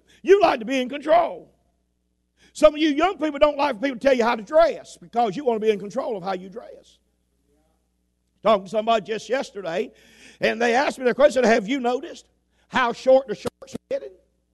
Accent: Roland, United States; moved away; I'm from Roland. But I didn't stay around there.

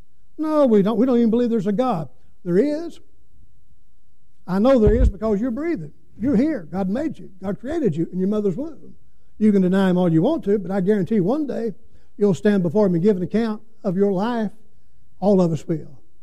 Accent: United States; I'm American, but I'm a blood-bought, born-again believer in the Lord Jesus Christ.

